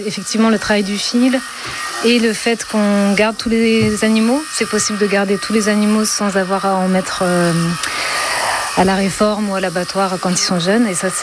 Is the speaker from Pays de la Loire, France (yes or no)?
no; Occitanie, France; Oui, j'ai grandi là-bas. Je suis installée là où j'ai grandi pour le moment.